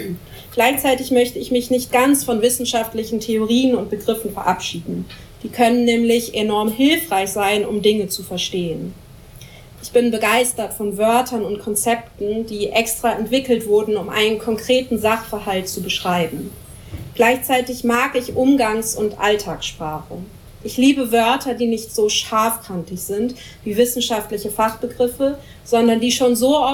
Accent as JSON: {"language": "German", "region": "Lower Saxony", "country": "Germany", "tie": "born there", "said": "Ich wurde im Wendland geboren, da seht ihr mich schlafend auf einer Atommüllblockade."}